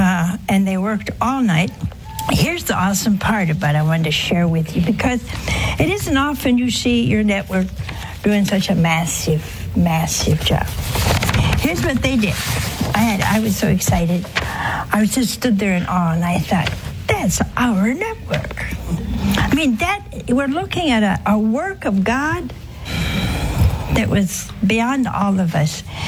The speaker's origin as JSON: {"language": "English", "region": "Ohio", "country": "United States", "tie": "born or raised there", "said": "We had people from my home state, Ohio, from Pennsylvania."}